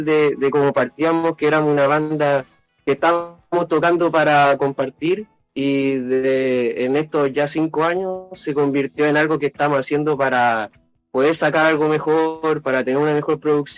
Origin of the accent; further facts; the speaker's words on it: La Cisterna, Santiago Metropolitan Region, Chile; nosotros somos de La Cisterna